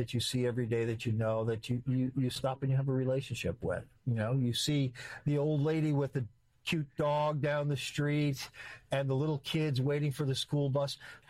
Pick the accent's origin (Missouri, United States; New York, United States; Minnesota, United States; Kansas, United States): New York, United States; New York City; also born or lived in Manhattan; now in Montclair, United States; I'm from Middle Village, Queens.